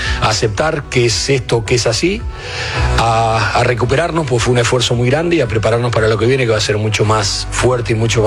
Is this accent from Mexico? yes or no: no; Argentina; Miren, yo lo voy a decir una cosa como argentino, no como técnico de la selección paraguaya.